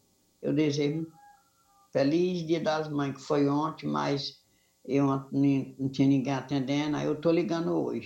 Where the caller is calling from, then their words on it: Quiterianópolis, Ceará, Brazil; eu sou daqui de Quiterianópolis.